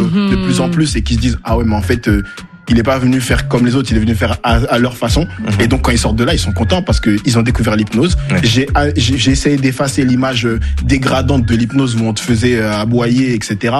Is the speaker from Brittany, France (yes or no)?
no; Garges-lès-Gonesse, Île-de-France, France; also born or lived in Côte d'Ivoire; moi, j'ai grandi à Garges-lès-Gonesse.